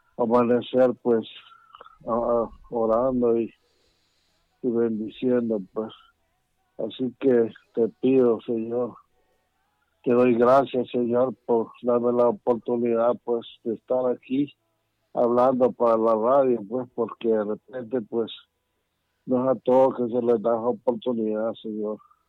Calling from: Comayagua, Honduras; Llamamos de aquí, de Rosario Comayaguas.

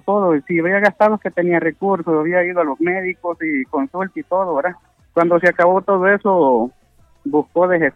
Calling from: Comayagua, Honduras; aquí el kilómetro 129 entre Tablabéis y Guatepeque.

